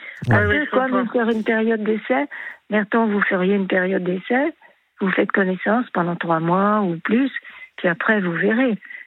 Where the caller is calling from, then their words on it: Aix-les-Bains, Auvergne-Rhône-Alpes, France; J'habite en Savoie, à Aix-les-Bains.